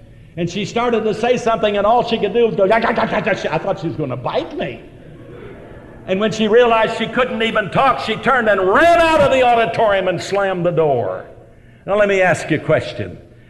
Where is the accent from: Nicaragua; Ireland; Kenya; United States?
Ireland; Now, I don't mind a good fight. I'm Irish.